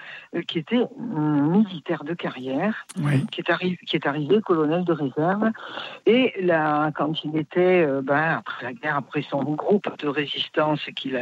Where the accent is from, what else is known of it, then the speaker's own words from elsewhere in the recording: Poitiers, Nouvelle-Aquitaine, France; now in Marseille, France; Je suis native de Poitiers.